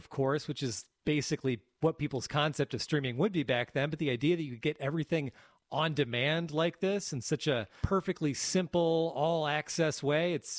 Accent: Connecticut, United States; also born or lived in New York City; now in Santa Barbara, United States; nothing's really changed in this town in Connecticut where I grew up.

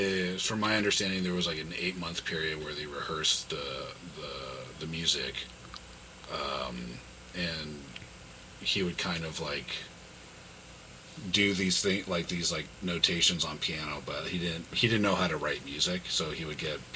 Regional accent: Ojai, California, United States; I'm from Ojai, California.

